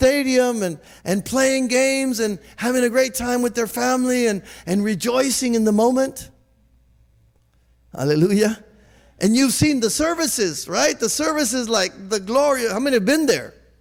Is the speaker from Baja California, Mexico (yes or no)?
no; Torreón, Coahuila, Mexico; moved away; I went to my hometown, Torreon